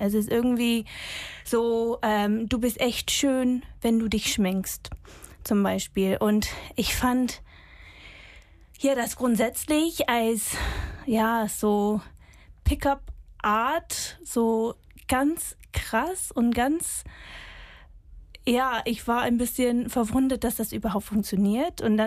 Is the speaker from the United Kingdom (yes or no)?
yes; United Kingdom; German is a second language; moved away; ich bin 34 Jahre alt. Ich komme aus Großbritannien, also das hört ihr wahrscheinlich an meinem Akzent.